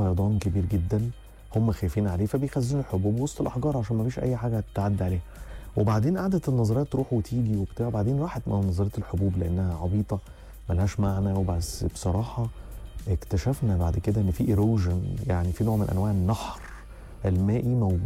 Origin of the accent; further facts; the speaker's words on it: Egypt; احنا كمصريين احنا اقدم بكتير من هذا العمر.